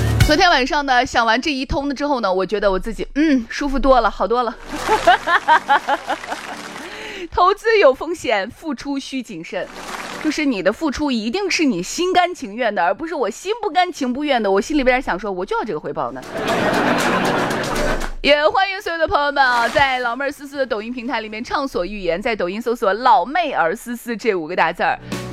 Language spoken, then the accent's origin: Chinese; Shaanxi, China; 我一直觉得我们长安的话说话特别有意思。